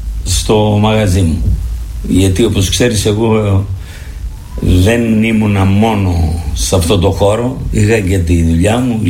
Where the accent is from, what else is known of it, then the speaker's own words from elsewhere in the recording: Keramitsa, Epirus, Greece; moved away as an adult; Γεννήθηκα στην Κεραμίτσα και έφυγα σε ηλικία 17 χρονών